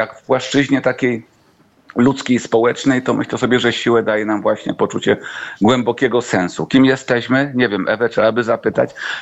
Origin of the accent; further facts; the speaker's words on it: Kraków, Lesser Poland, Poland; moved away; also born or lived in Warsaw / Podlasie; ja jestem krakusem, jak mówię, z długim epizodem warszawskim w rozwoju i w życiu i byłem wychowany w kulturze pewnej jednokulturowości.